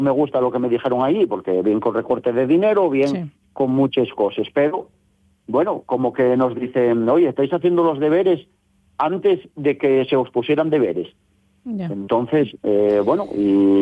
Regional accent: Asturias, Spain; que somos 100 y pico ganaderos, que somos asturianos, que pertenecemos a la consejería

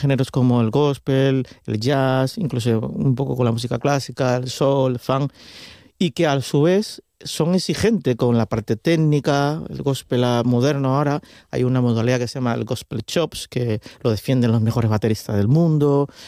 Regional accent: Cuba; moved away as an adult; now in Spain; Yo nativo soy de Cuba.

